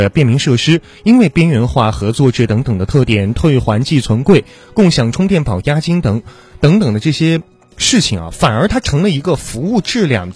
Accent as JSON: {"language": "Chinese", "town": "Lanzhou", "region": "Gansu", "country": "China", "said": "用咱们兰州话说的，"}